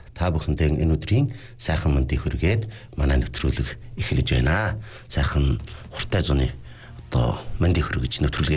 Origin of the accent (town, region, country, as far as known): Inner Mongolia, China; moved away